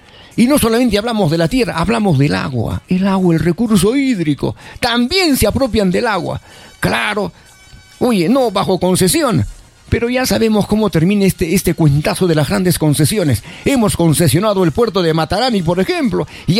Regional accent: Peru; ¿De qué somos dueños los peruanos el día de hoy?

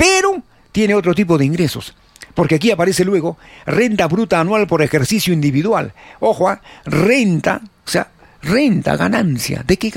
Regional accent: Arequipa, Peru; Bárbaros somos los arequipeños.

